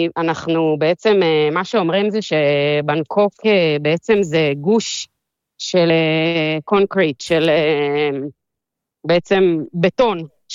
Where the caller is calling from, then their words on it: Bangkok, Thailand; אנחנו גרים באיזושהי שכונה שהיא מחוץ, קצת במרחק של איזה 40 דקות נסיעה ממרכז העיר.